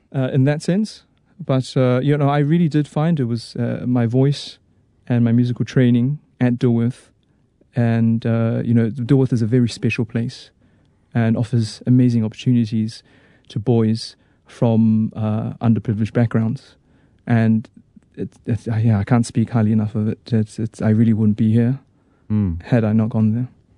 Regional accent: New Zealand; also born or lived in Australia; No, I was born in Australia, but that was very brief, but I grew up here in New Zealand. So I'm very much, I call myself a Tongan Kiwi.

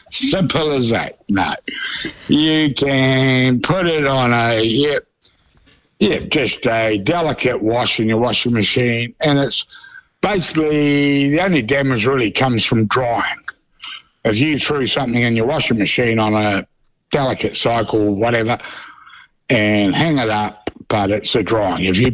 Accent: Dunedin, Otago, New Zealand; We're from Dunedin. We're all brought up, lived here. Got five kids with mum and dad and whatever. And we're all still in Dunedin

